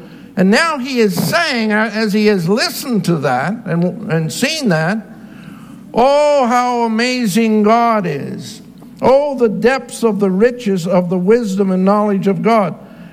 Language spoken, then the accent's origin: English; Canada; And I'm a Canadian.